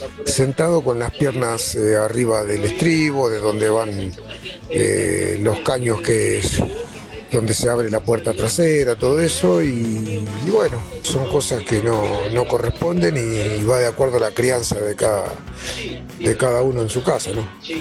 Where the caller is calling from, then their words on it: Buenos Aires, Argentina; de Villaluro.